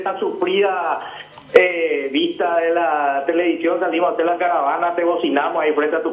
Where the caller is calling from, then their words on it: Paraguay; Nosotros como buenos paraguayos y corajudos que somos